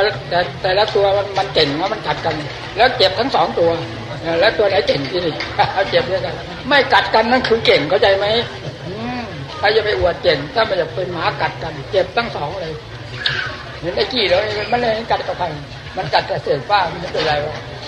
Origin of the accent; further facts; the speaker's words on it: Isan, Thailand; เราเองคนเป็นคนภาคอีสานนั่งสำคัญสุดเลย